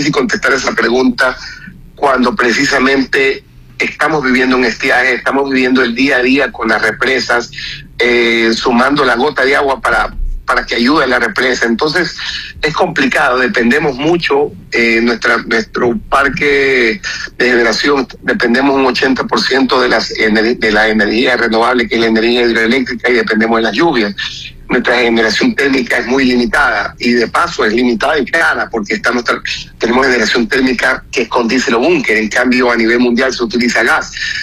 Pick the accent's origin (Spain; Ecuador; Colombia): Ecuador; Tenemos que tratar de ser como ecuatorianos unidos y ver cómo sacamos juntos este país.